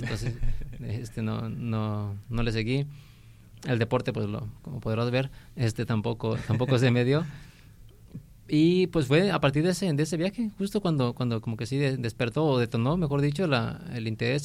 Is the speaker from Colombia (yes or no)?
no; Tepic, Nayarit, Mexico; No, sí, tengo 38 años y soy de aquí de Tepic, soy fotógrafo, documental, entre documental y artístico.